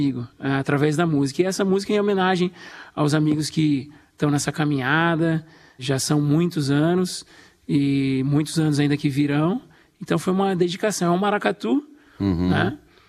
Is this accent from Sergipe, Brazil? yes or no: no; Itu, São Paulo, Brazil; moved away as an adult; now in United States; E são 14 anos já morando nos Estados Unidos. Eu sou do interior de São Paulo, de Itu. Cresci tocando em projeto social, banda de música, estudei na Unicamp.